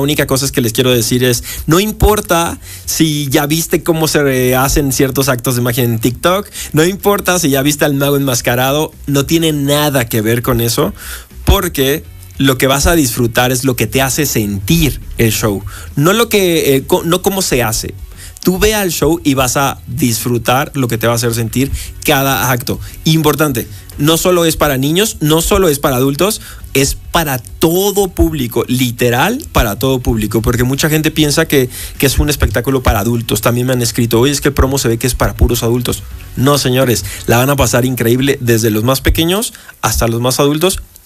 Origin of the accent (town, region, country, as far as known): Mexico